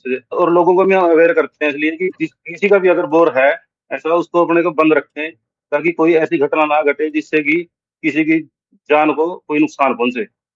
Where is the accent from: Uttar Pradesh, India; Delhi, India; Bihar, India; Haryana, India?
Haryana, India; Naraingarh; Sarpanch block Narayangarh से हूँ। मेरा गांव ब्रेड़ी खुर्द है नारायणगढ़ से लगभग 10 किलोमीटर 9-10 किलोमीटर के दूरी पे है